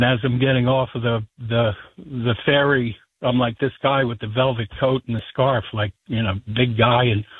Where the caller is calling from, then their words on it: New Jersey, United States; Yes, I'm the … from New Jersey that called about buying a ticket for the Ellis Island event